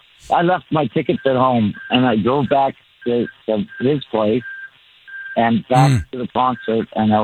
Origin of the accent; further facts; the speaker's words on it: White Rock, British Columbia, Canada; it's a 35-mile drive from my hometown, White Rock, to Vancouver.